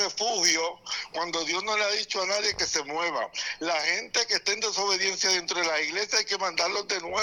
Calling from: Fajardo, Puerto Rico; Yo soy de Fajardo, hermano.

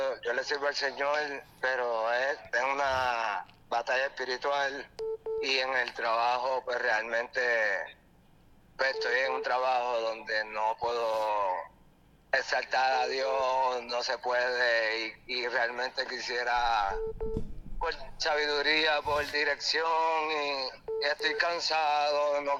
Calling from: Mayagüez, Puerto Rico; de Mayagüez.

